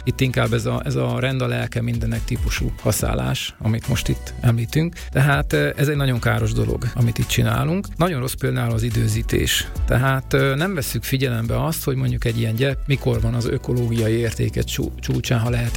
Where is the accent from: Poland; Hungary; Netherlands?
Hungary; Debrecen, Hajdú-Bihar; Én Debrecen egyik lakótelepén nőttem fel